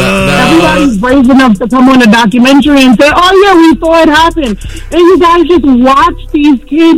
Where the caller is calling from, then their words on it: New York City, New York, United States; I'm calling from Brooklyn.